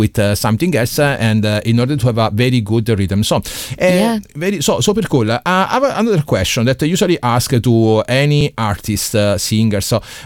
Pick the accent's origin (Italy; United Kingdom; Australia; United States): Italy; English is a second language; realize that I'm not Irish, you know. I'm Italian, and for me, sometimes before starting pretending, you know, speak English, you know.